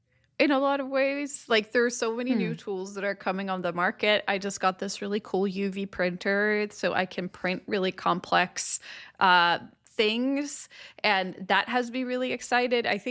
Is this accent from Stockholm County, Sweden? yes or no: yes; Stockholm, Stockholm County, Sweden; I am from Stockholm, Sweden